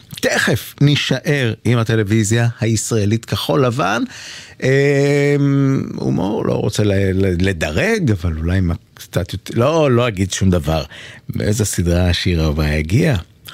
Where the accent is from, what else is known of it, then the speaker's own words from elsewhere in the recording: Petah Tikva, Central District, Israel; born there; תשמעי, אני נולדתי בפתח תקווה, מה אני אגיד, אבל פתח תקווה.